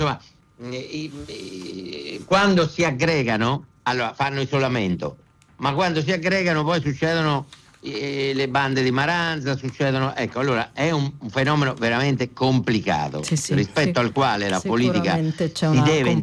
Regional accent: Umbria, Italy

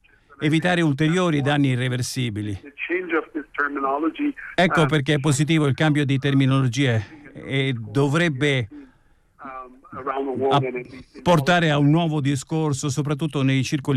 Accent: Iran; Italian is a second language; now in Italy; Io parlavo del mio paese, l'Iran, dove il problema dell'acqua risaliva a 50 anni fa.

